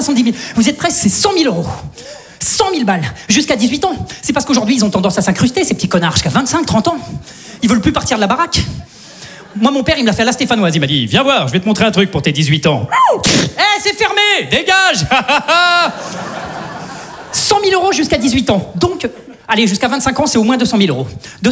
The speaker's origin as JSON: {"language": "French", "town": "Saint-Étienne", "region": "Auvergne-Rhône-Alpes", "country": "France"}